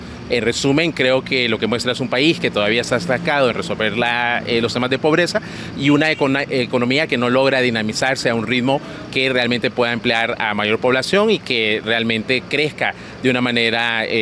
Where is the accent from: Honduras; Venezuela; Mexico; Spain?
Honduras